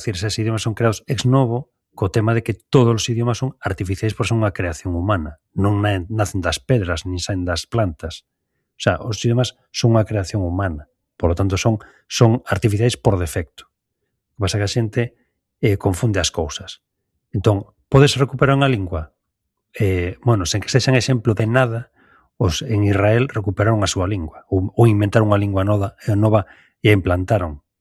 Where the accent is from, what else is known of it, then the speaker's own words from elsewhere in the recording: Galicia, Spain; A ver, galegos somos todos.